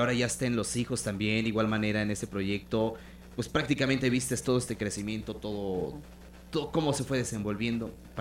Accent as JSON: {"language": "Spanish", "town": "Ciudad Serdán", "region": "Puebla", "country": "Mexico", "tie": "born or raised there", "said": "Yo soy oriundo de Ciudad Cerdán, de ese lado, de por allá."}